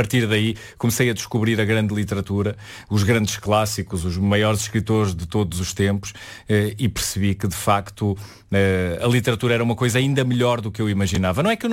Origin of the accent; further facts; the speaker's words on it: Espinho, Norte, Portugal; also born or lived in Porto; eu nasci no Porto, mas os meus pais eram professores e estavam colocados em Espinho. E eu vivia ao lado da Biblioteca Municipal de Espinho. Tive a sorte de ser um miúdo que cresceu na rua